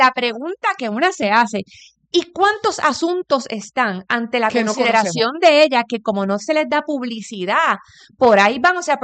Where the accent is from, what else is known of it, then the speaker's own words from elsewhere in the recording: Ponce, Puerto Rico; born there; incluso ya se crió donde yo nací en Ponce